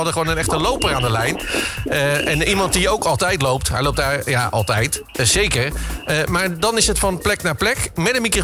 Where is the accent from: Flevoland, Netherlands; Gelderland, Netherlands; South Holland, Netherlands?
South Holland, Netherlands; Rotterdam; Ah, dat heeft IJsselmonde daar. Daar kom ik ook vandaan.